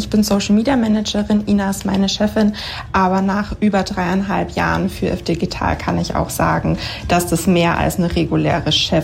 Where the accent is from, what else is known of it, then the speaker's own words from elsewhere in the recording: Goldkronach, Bavaria, Germany; now in Mistelgau, Germany; ich bin 26 Jahre alt, ich komme ursprünglich aus Goldkronach und lebe aber jetzt mit meinem Freund im Flo in Mistelgau.